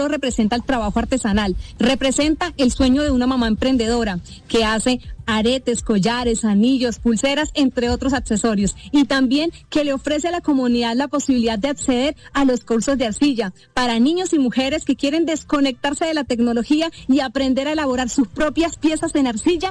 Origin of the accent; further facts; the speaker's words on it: Norte de Santander, Colombia; now in Bogotá, Colombia; comunicadora social, oriunda de la región del Catatumbo, actualmente vivo en Bogotá